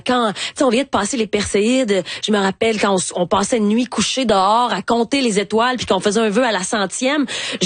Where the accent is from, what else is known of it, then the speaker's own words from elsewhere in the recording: Dolbeau-Mistassini, Quebec, Canada; Exactement, que je suis retournée vivre dans ma ville natale d'Olbeau-Mistassini.